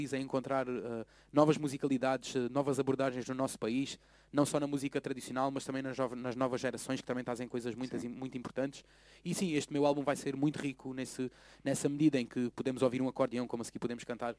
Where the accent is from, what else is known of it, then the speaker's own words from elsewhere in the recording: Alentejo, Portugal; Eu começava sempre por me inspirar na minha terra e depois aventurava-me. Agora foi diferente, eu comecei por me inspirar noutras regiões e acabar no meu Alentejo, como sempre.